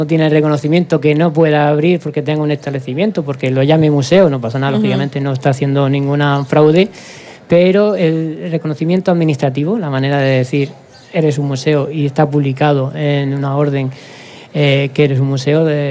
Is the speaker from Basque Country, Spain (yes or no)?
no; Region of Murcia, Spain; nosotros como murcianos, y es nuestra raíz y lo tenemos tan intrínseco